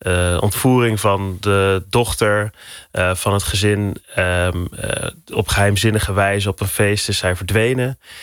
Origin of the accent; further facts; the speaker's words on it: North Brabant, Netherlands; En ja, van eigenlijk al die verhalen klonken voor mij heel erg sprookjesachtig in mijn Brabantse dorp waar ik opgroeide.